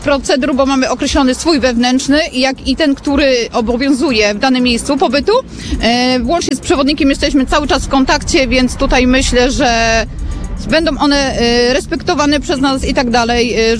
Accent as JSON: {"language": "Polish", "town": "Bydgoszcz", "region": "Kuyavian-Pomeranian Voivodeship", "country": "Poland", "said": "Jesteśmy z Bydgoszczy."}